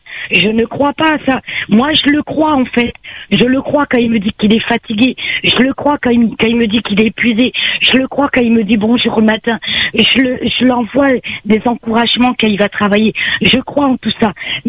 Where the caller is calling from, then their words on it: Saint-Denis, Réunion; On habite à 20 minutes. Je suis sur Saint-Denis